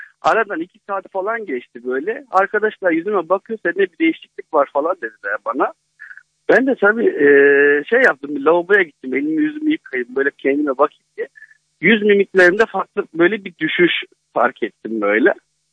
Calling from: Ankara, Turkey; Merhabalar, Ankara'dan arıyorum.

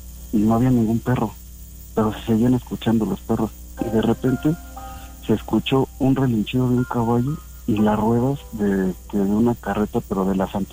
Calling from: Zumpango, State of Mexico, Mexico; Aquí de Zumpango.

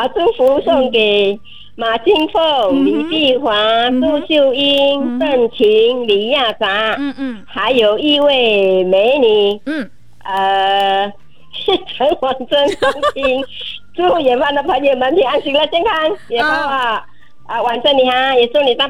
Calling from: Singapore; 我是来自新加坡

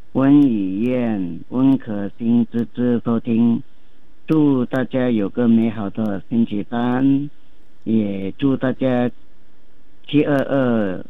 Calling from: Kuching, Sarawak, Malaysia

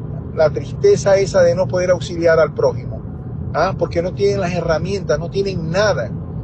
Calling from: Venezuela; Soy venezolano

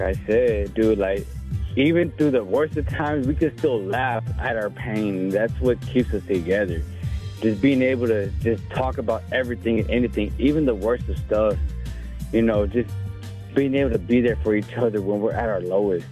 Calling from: San Antonio, Texas, United States; I'm coming from San Antonio, Texas.

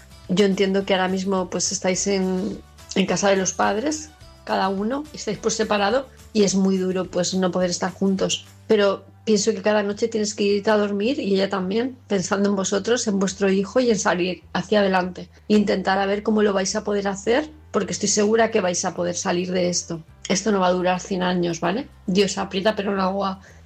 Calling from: Palma, Balearic Islands, Spain; de Palma de Mallorca

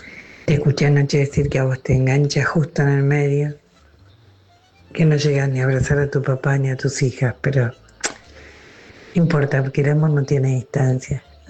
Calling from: Adrogué, Buenos Aires Province, Argentina; de Adrogué.

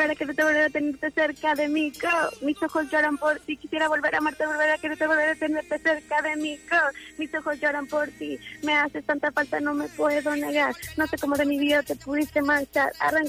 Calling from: Zapopan, Jalisco, Mexico; De aquí, de Zapopan

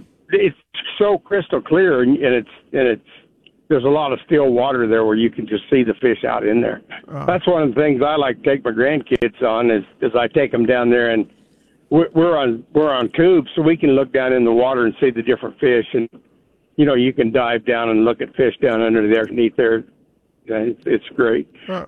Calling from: Bella Vista, Arkansas, United States; I'm calling from Lone Oak, but I'm actually from Northwest Arkansas, Bella Vista.

